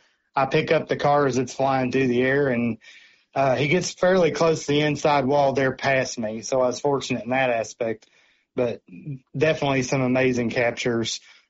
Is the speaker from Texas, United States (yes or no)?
no; Kentucky, United States; Growing up in Western Kentucky